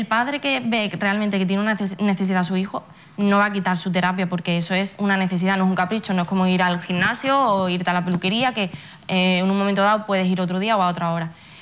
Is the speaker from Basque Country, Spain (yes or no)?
no; Ceuta, Spain; todos los que somos de Ceuta